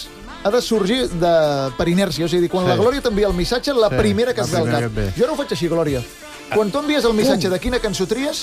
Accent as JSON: {"language": "Catalan", "region": "Catalonia", "country": "Spain"}